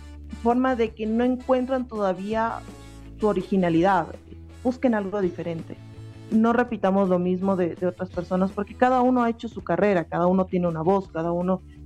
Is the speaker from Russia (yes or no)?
no; Quito, Pichincha, Ecuador; born there; nosotros estábamos al lado de la Atahualpa. Yo soy ex estudiante del colegio 24 de mayo.